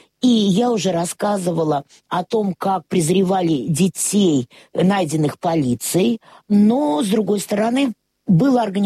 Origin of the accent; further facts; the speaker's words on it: Saint Petersburg, Russia; born there; а я родилась в доме на Большой Подъяческой 8.